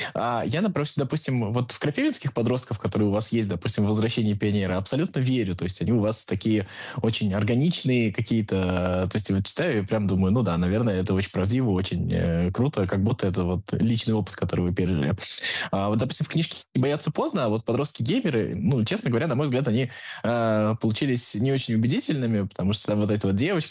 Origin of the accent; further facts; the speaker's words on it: Tolyatti, Samara Oblast, Russia; born there; Я просто родился в Тольятти